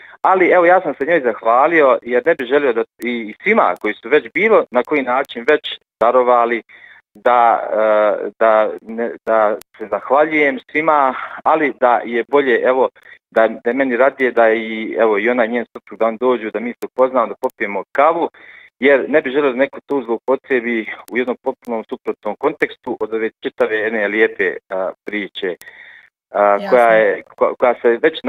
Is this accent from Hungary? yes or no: no; Sarajevo, Federation of Bosnia and Herzegovina, Bosnia & Herzegovina; also born or lived in Croatia; I ja sam ponosan, evo isto vam mogu reći, kao Sarajlija, kao onaj kome je Bog darovao ovaj grad